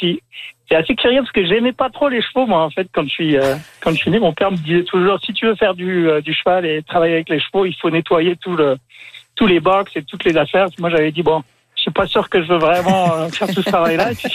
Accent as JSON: {"language": "French", "country": "Guadeloupe", "tie": "born there", "said": "Par exemple, moi, je suis né en Guadeloupe."}